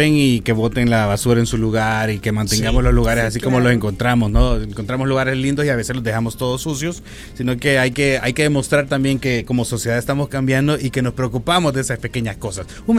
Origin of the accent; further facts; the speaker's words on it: San Salvador, El Salvador; como san salvadoreños que somos.